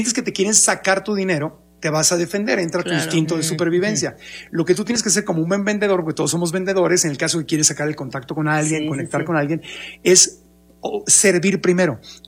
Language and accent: Spanish; Ciudad Obregón, Sonora, Mexico; Yo crecí en Sonora, en Obregón.